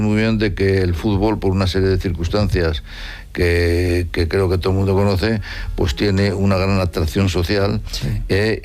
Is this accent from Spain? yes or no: yes; Madrid, Community of Madrid, Spain; Quizás, bueno, la verdad que yo soy de Madrid